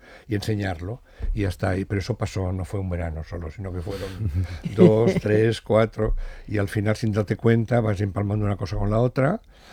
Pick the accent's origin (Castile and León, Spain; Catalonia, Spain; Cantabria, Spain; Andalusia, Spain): Catalonia, Spain; Sitges; yo soy de Sitges